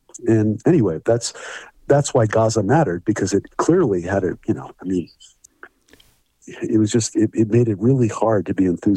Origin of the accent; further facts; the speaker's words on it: New York, United States; …, I'm a New Yorker, basically.